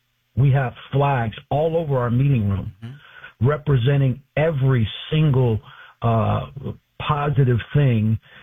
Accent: United States

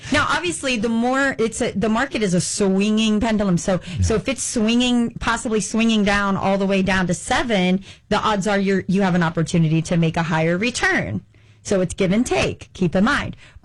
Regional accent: Indiana, United States; I just am familiar with Ohio. I'm from Indiana.

